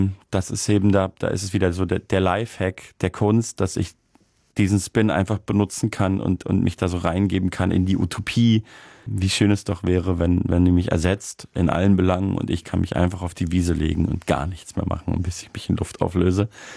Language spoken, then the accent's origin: German; Munich, Bavaria, Germany